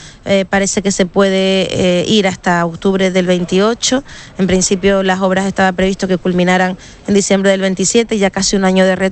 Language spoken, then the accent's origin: Spanish; Candelaria, Canary Islands, Spain; la Virgen de Candelaria y la labor social que realizan en nuestro municipio